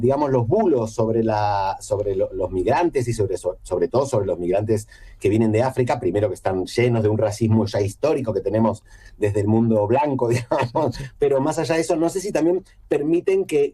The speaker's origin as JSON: {"language": "Spanish", "country": "Argentina", "moved": "as an adult", "lives_now": "Spain", "said": "Bueno, el yo soy inmigrante, digamos, soy hispano-argentino, porque tengo la nacionalidad española ya hace bastante, hace 31 años que vivo aquí."}